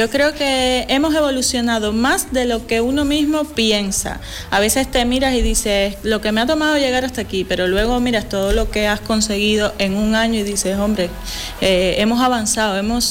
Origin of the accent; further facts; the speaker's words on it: Cuba; now in Lugo, Spain; Venimos desde Cuba, vine con mi familia y pues me he enfocado en dar a conocer todo lo que he podido de este proceso en redes sociales.